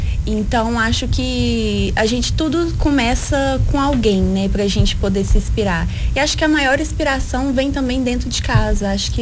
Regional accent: Tupaciguara, Minas Gerais, Brazil; Nasci aqui. Sou Sim. nascida e criada aqui em Tupaciguara, mas precisei sair em busca de oportunidades.

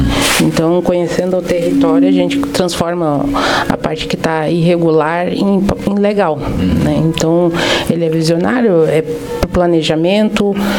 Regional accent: Bom Retiro, Santa Catarina, Brazil; born there; moved away as an adult; now in Videira, Brazil; Eu nasci em Bom Retiro.

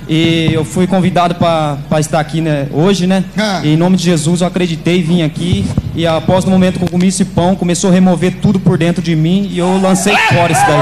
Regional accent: Pitangueira, Brazil; Eu sou de Pitangueira, da cidade de Pitangueira.

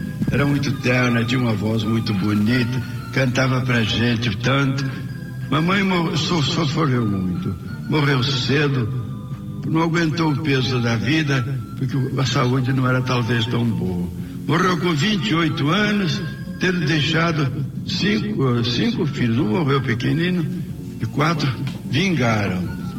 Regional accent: Sacramento, Minas Gerais, Brazil; born there; Eu nasci em Sacramento, que é longe do mar. Sacramento era uma cidade sertaneja naquele tempo.

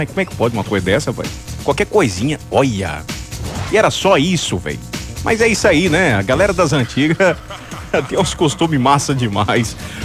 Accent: Rondonópolis, Mato Grosso, Brazil; Eu tinha uma vizinha quando era moleque, morava lá em Rondonópolis, né?

